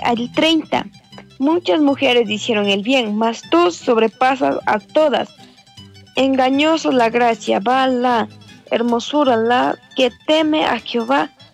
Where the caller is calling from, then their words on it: Cebadas, Chimborazo, Ecuador; De San Antonio de Cebadas.